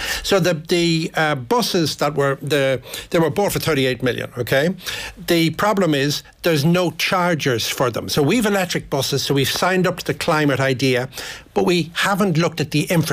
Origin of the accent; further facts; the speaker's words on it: Ireland; we're Irish